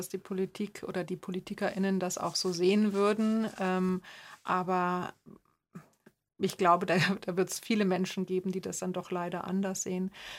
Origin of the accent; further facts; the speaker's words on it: Germany; now in Austria; weil ich als Deutsche in Österreich kann nur wenig wählen.